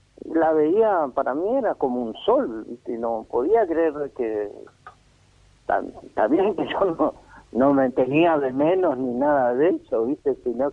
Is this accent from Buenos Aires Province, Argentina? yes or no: yes; Avellaneda, Buenos Aires Province, Argentina; Yo vivía en Avellaneda, me crié en Avellaneda, enfrente de la estación Roca, por la calle Humberto de Saboya, había una placita José Hernández. Bueno, me crié ahí.